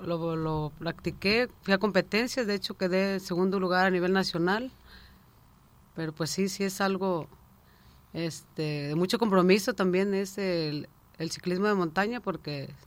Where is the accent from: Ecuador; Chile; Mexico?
Mexico; Naranjal; Pues mira … soy de Naranjal.